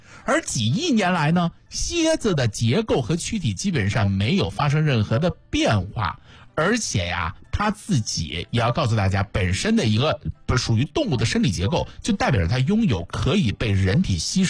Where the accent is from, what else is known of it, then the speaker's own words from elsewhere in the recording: Jiangsu, China; 我们苏北人